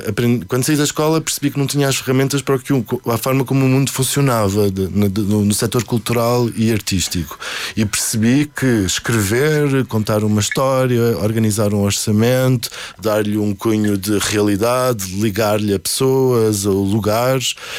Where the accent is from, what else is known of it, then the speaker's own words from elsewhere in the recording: Azores, Portugal; Não, pelo facto de eu ser açoriano, não, porque sempre tive este. Eu parece que sou do Porto